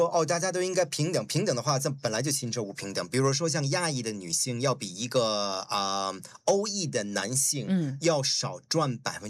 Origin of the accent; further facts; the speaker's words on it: New Zealand; 尤其是像我们90年代的移民，所以这一点是不可能否认的。但是同时我们这个年代因为在这里长大